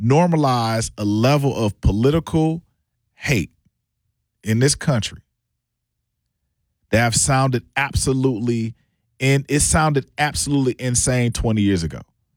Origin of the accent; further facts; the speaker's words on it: United States; I'm an American citizen, I'm here.